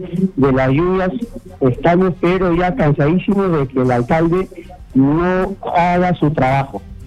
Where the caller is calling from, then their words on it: Lima, Peru; yo vivo en Villa María, en la parte de Nueva Esperanza.